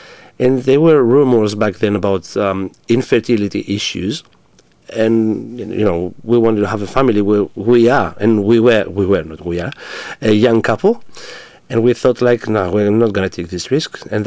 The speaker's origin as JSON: {"language": "English", "region": "Ionian Islands", "country": "Greece", "second_language": "English", "moved": "as an adult", "lives_now": "Australia"}